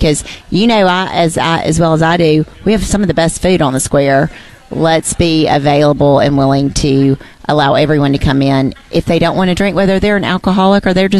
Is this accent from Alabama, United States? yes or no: no; Meridian, Mississippi, United States; I grew up in Meridian, Mississippi. There wasn't really a whole lot to do there.